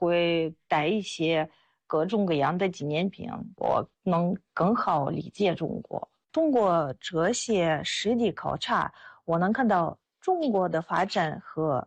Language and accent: Chinese; Russia; Chinese is a second language; now in China; 我是俄罗斯人，我在中国生活了25年，现在在当时研究员做翻译工作。